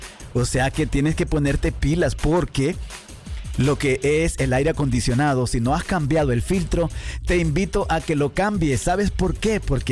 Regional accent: Honduras; now in United States; Y uno de los países es mi pueblo, mi país, Honduras. No ha llovido, hermano.

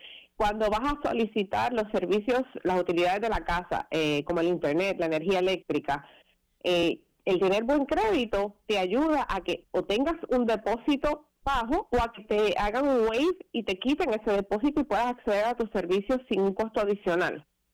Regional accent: Puerto Rico; Yo soy puertorriqueña, me crié en este sistema y tenía el crédito muy bueno.

